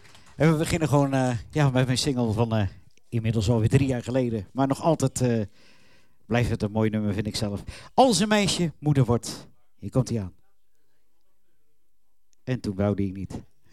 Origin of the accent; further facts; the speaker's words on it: Nieuwerkerk aan den IJssel, South Holland, Netherlands; now in Sittard, Netherlands; Oorspronkelijk uit Nieuwekerk en IJssel onder de rook van Rotterdam.